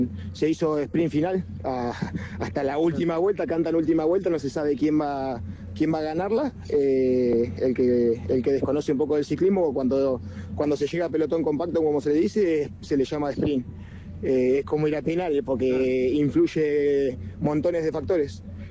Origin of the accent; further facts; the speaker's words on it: Otamendi, Buenos Aires, Argentina; Yo estoy acá cerquita, soy de Otamendi, así que dentro de todo cerquita